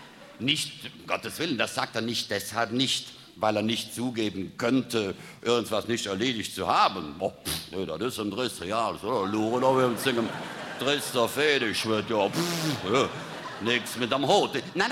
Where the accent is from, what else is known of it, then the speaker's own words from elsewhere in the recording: Rhineland, Germany; das ist so als Rheinländer